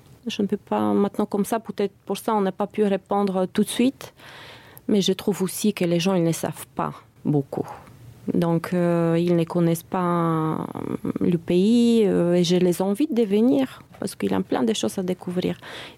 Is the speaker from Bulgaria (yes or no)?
yes; Bulgaria; quand je disais que je viens de la Bulgarie